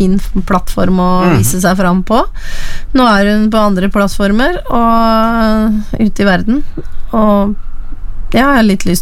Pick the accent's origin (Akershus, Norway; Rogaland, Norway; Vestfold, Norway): Vestfold, Norway; Jeg kommer jo fra Vestfold og bjørnebær, skog rett ved siden av huset